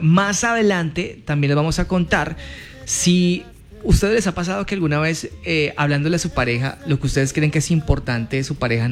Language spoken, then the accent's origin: Spanish; Cali, Valle del Cauca, Colombia; vivimos como caleños